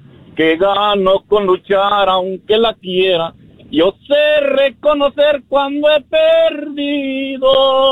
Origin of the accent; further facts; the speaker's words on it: Michoacán, Mexico; Puro Michoacán.